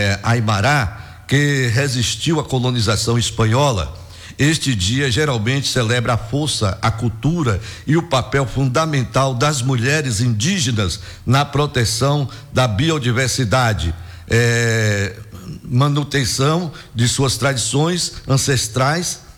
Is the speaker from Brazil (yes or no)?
yes; Northeast Region, Brazil; nós que somos nordestinos, 9 estados do Nordeste, estamos aqui na Bahia